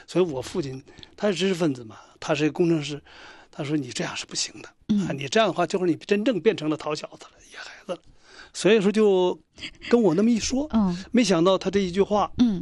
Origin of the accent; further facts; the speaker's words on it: Inner Mongolia, China; 他来到内蒙古，他到我们家乡来